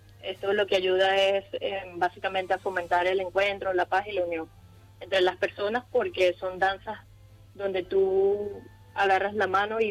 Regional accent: Venezuela; now in Ceuta, Spain; Yo soy venezolana y llevo más de 4 años danzando con la asociación.

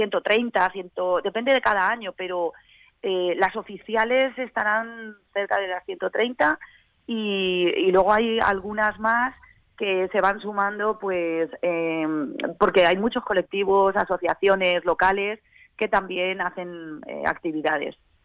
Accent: Aspe, Valencian Community, Spain; No solo somos los de Aspe los que vamos a por nuestra patrona, sino hay mucha, hay familiares, hay amigos que vienen de otras poblaciones y que nos acompañan para llevarla en romería.

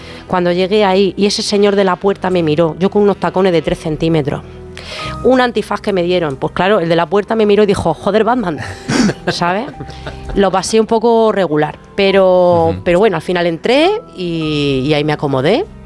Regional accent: Bilbao, Basque Country, Spain; pero yo soy de Bilbao, no podía reculear, ¿sabes?

